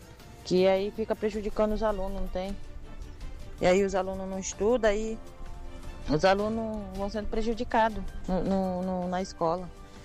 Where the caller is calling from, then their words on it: Mucajaí, Roraima, Brazil; Eu sou daqui da Vila Samaúma, vicinal 6.